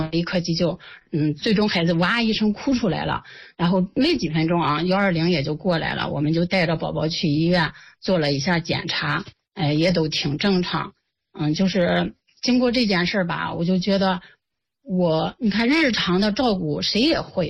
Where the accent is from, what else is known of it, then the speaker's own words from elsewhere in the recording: Xingtai, Hebei, China; moved away; 回老家了，因为我老家邢台的